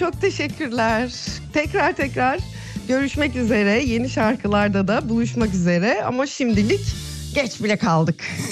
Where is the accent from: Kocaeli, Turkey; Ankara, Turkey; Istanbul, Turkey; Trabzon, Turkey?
Istanbul, Turkey; İstanbul'da yaşıyorum ben. Her zaman burada yaşadım. Doğma büyüme İstanbulluyum.